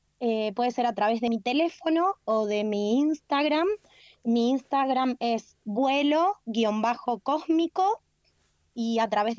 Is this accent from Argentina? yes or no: yes; Buenos Aires, Argentina; moved away; tengo 35, yo me crié en Buenos Aires